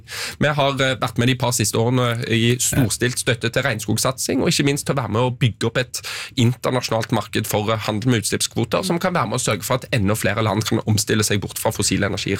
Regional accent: Stavanger, Rogaland, Norway; ikke minst der jeg kommer fra i Stavanger for eksempel.

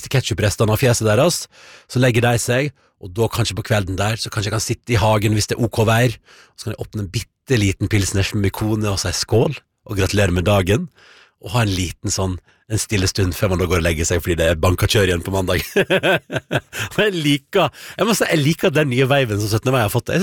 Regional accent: Førde, Vestland, Norway; Da jeg vokste opp i Førde, så var først 17. mai var først barnas dag, og kjempestemning og is

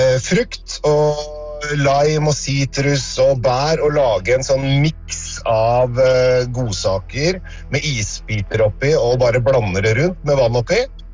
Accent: Eastern Norway, Norway; vi kommer fra Østlandet.

